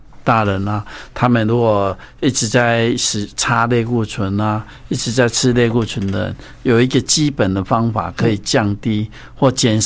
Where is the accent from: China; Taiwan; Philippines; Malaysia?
Taiwan; 他根本不会定植在我们台湾人的肠道。